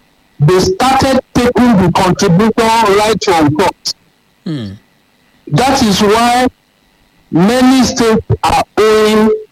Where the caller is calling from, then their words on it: Ilaro, Ogun, Nigeria; This time I'm calling you from Ilaro.